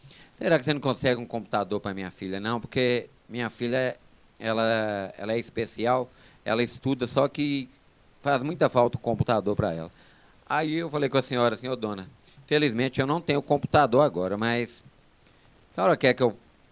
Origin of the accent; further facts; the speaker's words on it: Itamarandiba, Minas Gerais, Brazil; a gente veio para cá e eu tinha 3 anos. Então, assim, hoje me considero que eu sou de Itamarandiba, né, porque já tem mais de 40 anos que eu moro aqui.